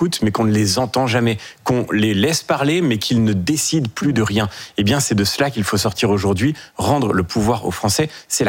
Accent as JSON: {"language": "French", "region": "Pays de la Loire", "country": "France", "said": "Vous savez, moi, je suis de Loire-Atlantique, ma famille vient de la région nantaise."}